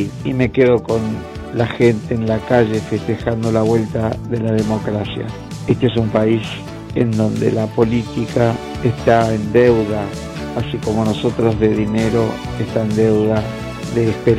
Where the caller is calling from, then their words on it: Buenos Aires, Argentina; de Flores.